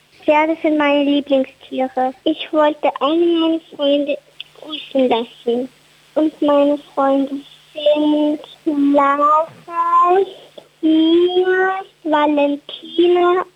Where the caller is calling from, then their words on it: Henndorf am Wallersee, Salzburg, Austria; hier spricht … Ich bin 6 Jahre alt und ich komme aus Hendorf, Salzburg.